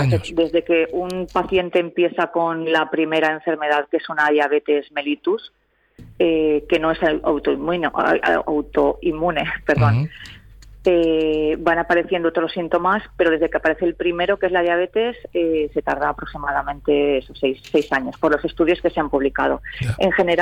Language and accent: Spanish; Cullera, Valencian Community, Spain; nosotros somos de Cullera